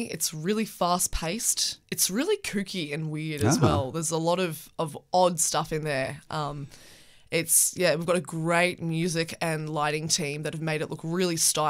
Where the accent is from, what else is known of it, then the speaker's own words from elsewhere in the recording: Queensland, Australia; moved away as an adult; also born or lived in Perth; I'm from Queensland, so it was my first time in Perth